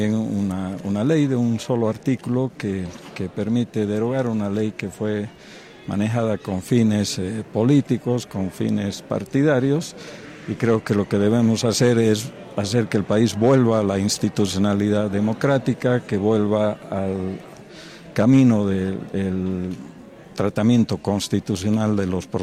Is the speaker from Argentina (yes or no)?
no; Bolivia; los bolivianos y que encontremos el camino del diálogo como el camino fundamental para que nos entendamos como bolivianos, ¿no?